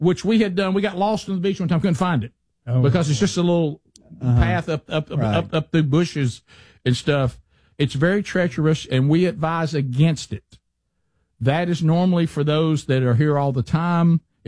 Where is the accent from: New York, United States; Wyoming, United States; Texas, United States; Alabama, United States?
Alabama, United States; we're from Alabama.